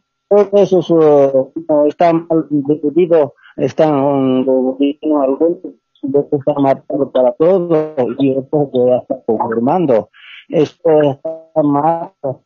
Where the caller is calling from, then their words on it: Montero, Santa Cruz, Bolivia; de acá de Montero, municipio San Pedro, distrito 7 de San Juan de Piraí.